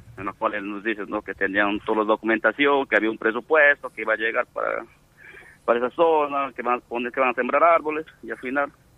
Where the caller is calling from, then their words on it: Bello Horizonte, San Martín, Peru; No soy de La Unión, soy del Centro Poblado de Bello Horizonte.